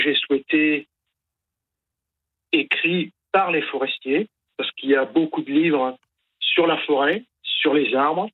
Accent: Le Puy-en-Velay, Auvergne-Rhône-Alpes, France; Pas du tout. Moi, je suis du Puy-en-Velay, en Haute-Loire, et pas du tout.

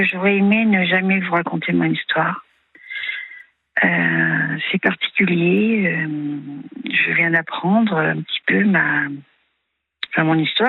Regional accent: Auvergne-Rhône-Alpes, France; nous sommes 4 filles. Je suis la 3e. J'ai grandi dans le Cantal.

